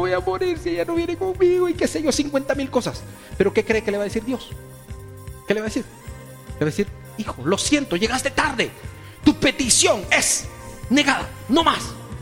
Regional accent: Guatemala

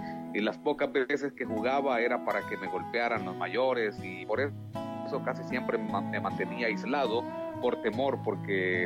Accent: Yoro, Honduras; born there; also born or lived in Montañitas, Quimistán, Santa Bárbara, Honduras

